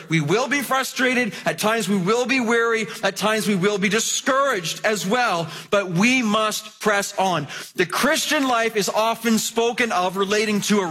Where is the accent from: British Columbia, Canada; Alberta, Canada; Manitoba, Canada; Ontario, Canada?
Ontario, Canada; Mississauga; born or raised there